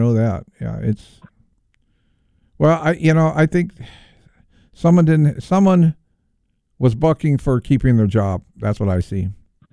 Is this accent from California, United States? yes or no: yes; California, United States; born there; my home state. I love California